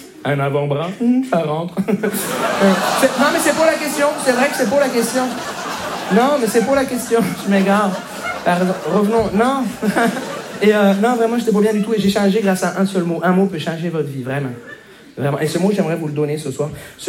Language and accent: French; Montreal, Quebec, Canada; je viens de Montréal.